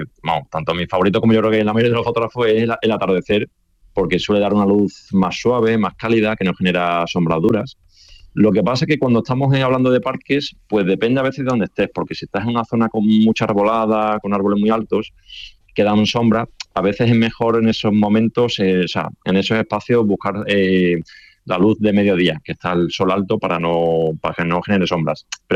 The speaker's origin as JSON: {"language": "Spanish", "town": "Seville", "region": "Andalusia", "country": "Spain", "said": "yo soy de Sevilla"}